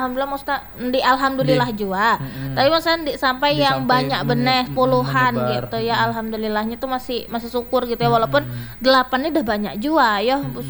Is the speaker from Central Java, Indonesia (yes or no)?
no; Samarinda, East Kalimantan, Indonesia; Asli di sini aja.